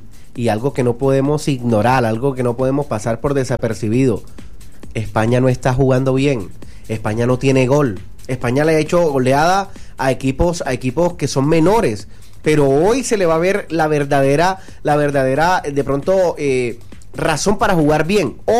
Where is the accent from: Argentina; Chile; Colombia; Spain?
Colombia; nosotros los colombianos